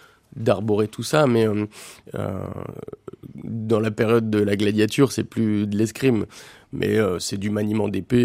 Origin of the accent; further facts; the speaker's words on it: Pays de la Loire, France; moved away as an adult; now in Vendée, France; Je suis nantais d'origine, plus particulièrement en fait au sud de Nantes. J'ai passé mon enfance à Geneton, une petite ville qui est au bord de la Vendée.